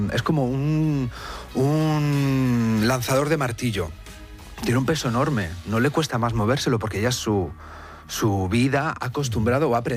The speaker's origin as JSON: {"language": "Spanish", "town": "Valladolid", "region": "Castile and León", "country": "Spain", "said": "yo soy castellano"}